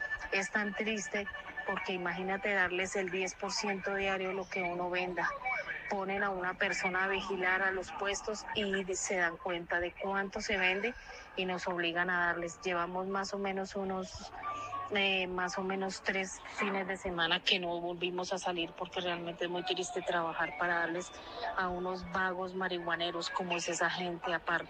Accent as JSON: {"language": "Spanish", "country": "Colombia", "said": "es muy triste que nosotros como colombianos tengamos que soportar que los que vienen de por allá a delinquir"}